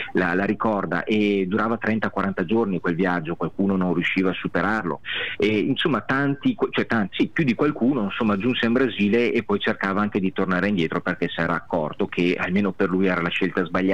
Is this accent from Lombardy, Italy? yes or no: no; Veneto, Italy